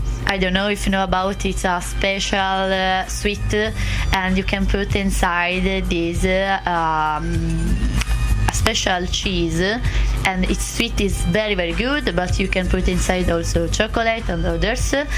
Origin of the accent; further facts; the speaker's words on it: Catania, Sicily, Italy; English is a second language; I said arancino because I came from Catania, near the volcano